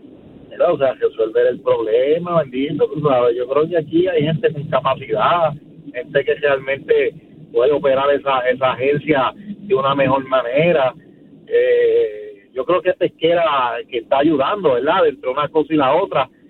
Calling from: Guayama, Puerto Rico

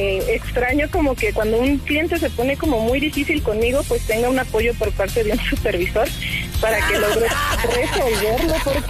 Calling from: Mexico City, Mexico; soy de la Ciudad de México, en la Gustavo Madero.

